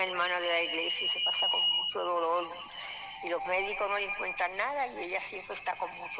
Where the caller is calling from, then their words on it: Guaynabo, Puerto Rico; De Guaynabo.